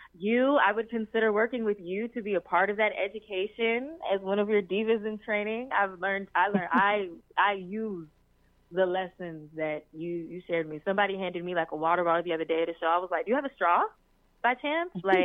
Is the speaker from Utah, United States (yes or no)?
no; High Point, North Carolina, United States; like you said, and I am from High Point. I am from High Point, but my family and I are actually transplants.